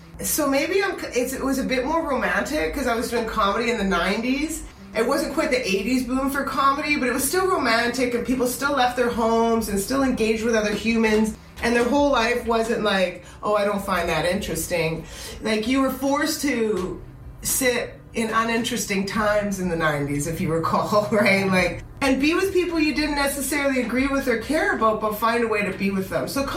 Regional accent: Canada; moved away as an adult; I'm from Canada.

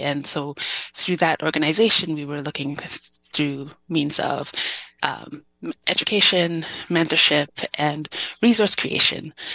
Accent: Winnipeg, Manitoba, Canada; For myself, I'm born and raised in Winnipeg. And so what does it mean for me as a second generation Filipino-Canadian?

